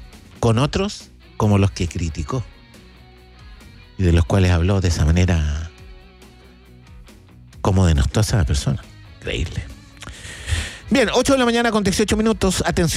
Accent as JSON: {"language": "Spanish", "country": "Chile", "said": "somos racistas los chilenos, ¿no? Yo creo que sí."}